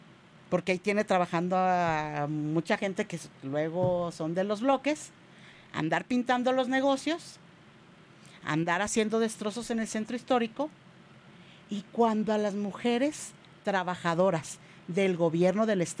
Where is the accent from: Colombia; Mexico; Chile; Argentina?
Mexico; Zacatecas; moved away; ahí en mi tierra, Zacatecas.